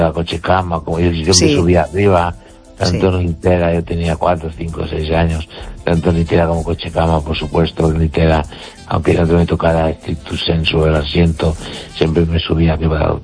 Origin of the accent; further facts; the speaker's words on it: Galicia, Spain; Y mi pueblo está a unos 9 kilómetros o 8 de los Peares. Están en la altura de la montaña. Entonces bajábamos en los Peares.